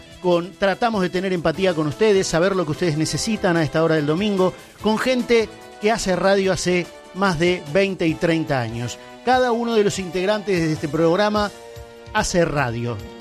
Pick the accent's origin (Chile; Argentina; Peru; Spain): Argentina; Corrientes; Desde que vine de Corrientes, siempre soñé con decir esto.